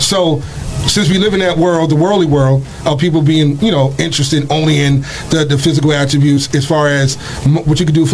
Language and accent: English; Harlem, New York, United States; now in Bronx, United States; I'm from Harlem. End of the day, I'm from Harlem.